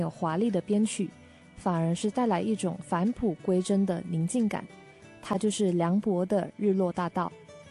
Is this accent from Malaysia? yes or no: yes; Malaysia; Chinese is a second language; 大家好，